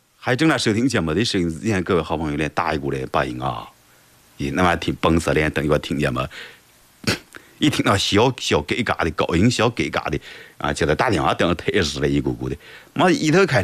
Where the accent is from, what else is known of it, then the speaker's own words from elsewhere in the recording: Guanyun, Jiangsu, China; 我老家是光荣的，